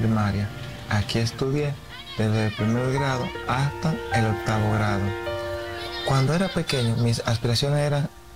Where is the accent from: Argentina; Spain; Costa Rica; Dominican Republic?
Dominican Republic; Septiembre de 1998, el huracán George azotó la República Dominicana. Mi ciudad natal sufrió una devastación masiva, incluyendo a mis padres y a los residentes de la comunidad.